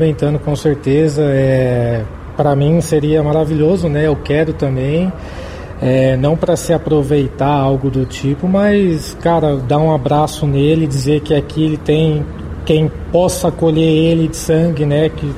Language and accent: Portuguese; Brazil; born there